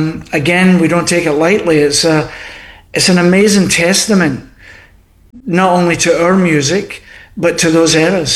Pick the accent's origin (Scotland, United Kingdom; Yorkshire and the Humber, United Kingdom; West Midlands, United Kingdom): Scotland, United Kingdom; Yeah, so, being Scottish, and I know that Sam's off the Irish, his Irish background. I love coming to Newfoundland because it's got a wee touch of the old country for sure.